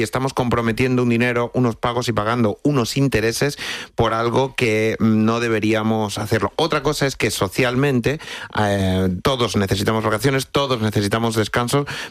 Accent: Extremadura, Spain; La que está cayendo, yo que además que soy extremeño, imagínate lo que me cuentan de por allí, de la que está cayendo en Cáceres y Badajoz

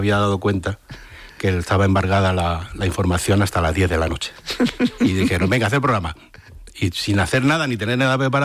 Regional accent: Madrid, Community of Madrid, Spain; Yo soy de Madrid.

